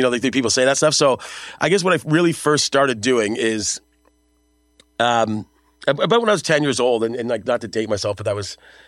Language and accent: English; Ontario, Canada; also born or lived in Kitchener, Ontario; I lived in rural Ontario. I was born out in, well, not, I was born in Kitchener, but my first memories are on a cow farm in Frilton.